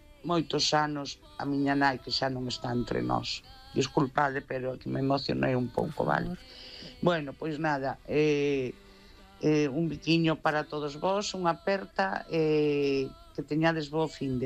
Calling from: Culleredo, Galicia, Spain; Sí. Hola, boas noites, Noemi, que tal? Son … de Culleredo.

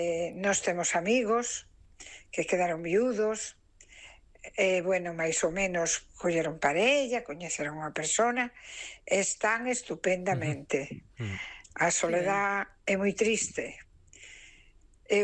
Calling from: Cangas, Galicia, Spain; de Cangas

